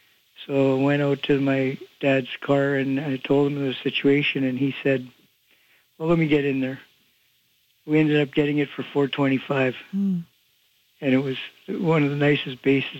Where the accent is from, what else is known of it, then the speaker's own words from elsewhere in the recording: Winnipeg, Manitoba, Canada; And I said, " … I'm from Winnipeg."